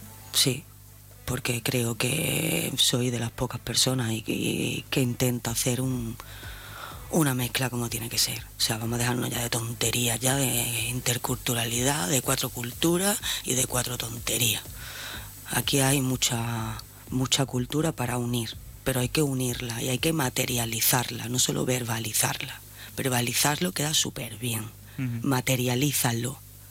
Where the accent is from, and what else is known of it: Ceuta, Spain